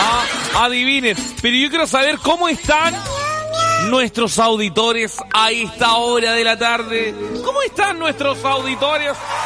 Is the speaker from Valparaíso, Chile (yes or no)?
no; Valdivia, Los Ríos, Chile; Sí, es que yo soy de Valdivia, voy en Valdivia... Usted sabe que es una ciudad lluviosa, lluviosa, pero lluviosa.